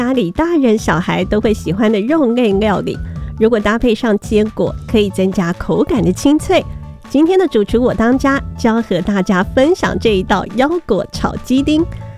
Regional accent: Keelung, Taiwan; 我家乡基隆

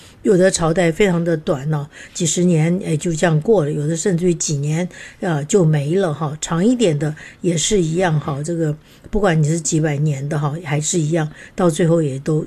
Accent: Keelung, Taiwan; 我最记得那时候小时候住在基隆嘛，所以到了国庆日的时候，因为我们小齁人多，所以外公外婆都叫我们说啊不要去台北凑热闹了。

